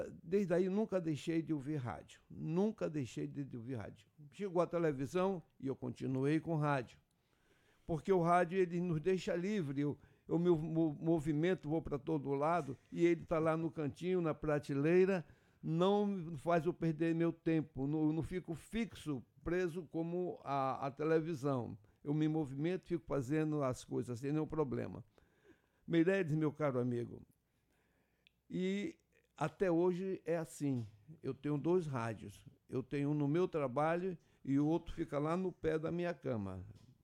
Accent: Tabatinga, Amazonas, Brazil; born there; also born or lived in Amaturá / Manaus; Tocava algumas músicas que eu ouvia em casa aqui em Tabatinga.

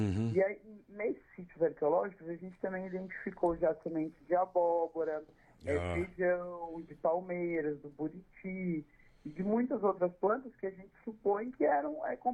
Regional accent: Brazil; Eu sou brasileira

